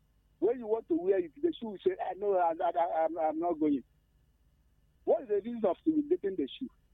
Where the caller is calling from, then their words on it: Abia, Nigeria; I'm calling from Abia State.